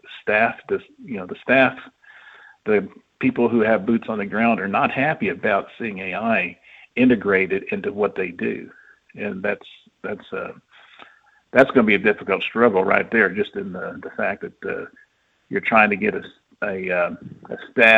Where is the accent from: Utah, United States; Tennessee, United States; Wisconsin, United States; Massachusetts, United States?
Wisconsin, United States; I'm a native Wisconsin. I'm from Wisconsin.